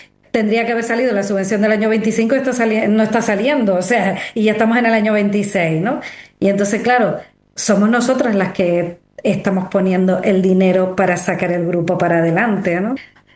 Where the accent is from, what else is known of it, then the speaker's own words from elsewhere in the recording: San Juan de la Rambla, Canary Islands, Spain; Nosotros somos de aquí de San Juan de la Rambla